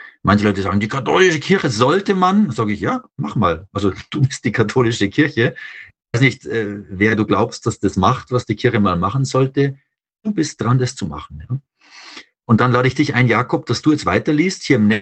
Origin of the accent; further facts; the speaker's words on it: Moosach, Bavaria, Germany; Ich komme aus Moosach bei Grafing bei München.